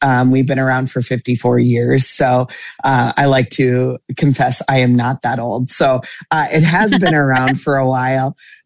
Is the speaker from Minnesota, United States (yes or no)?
yes; Minnesota, United States; I'm actually from Minnesota. So right in the Twin Cities area. So this is home sweet home to me.